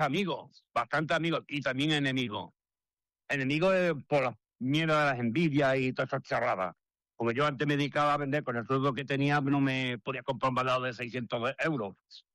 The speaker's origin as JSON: {"language": "Spanish", "town": "Córdoba", "region": "Andalusia", "country": "Spain", "moved": "yes", "lives_now": "La Rioja, Spain", "said": "Soy andaluz, soy cordobés y adoptivo de La Rioja. Pero soy así y no me va a cambiar nadie."}